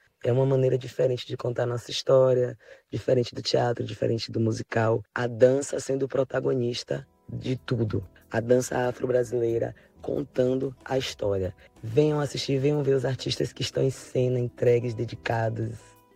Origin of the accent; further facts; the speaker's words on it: Salvador, Bahia, Brazil; now in São Paulo, Brazil; Eu venho de Salvador